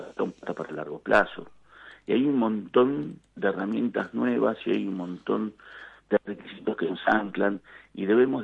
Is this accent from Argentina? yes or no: yes; Argentina